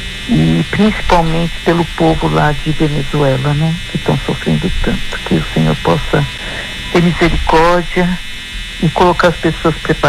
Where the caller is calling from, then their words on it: Carapicuíba, São Paulo, Brazil; Eu sou de Carapicuíba, estado de São Paulo, dentro de São Paulo.